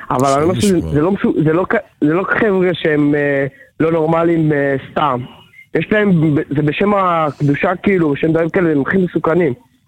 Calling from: Bnei Brak, Tel Aviv District, Israel; אני בבני ברק.

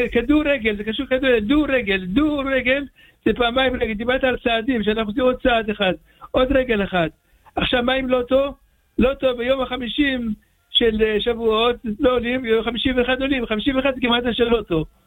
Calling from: Bat Yam, Tel Aviv District, Israel

